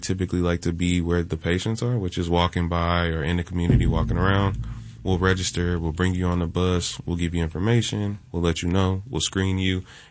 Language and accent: English; Texas, United States; now in Georgia, United States; because I'm from Texas